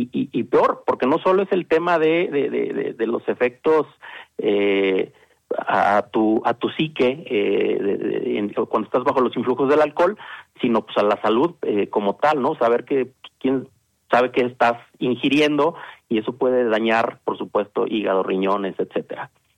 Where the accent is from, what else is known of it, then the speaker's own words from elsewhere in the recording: Mexico; todos como mexicanos esperamos que la selección mexicana le gane a Inglaterra